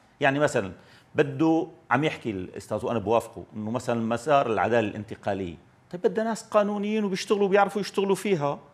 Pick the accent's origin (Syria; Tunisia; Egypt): Syria; أنا كمواطن سوري أنا بدي مجلس الشعب شو ما طلع بالبداية أولا،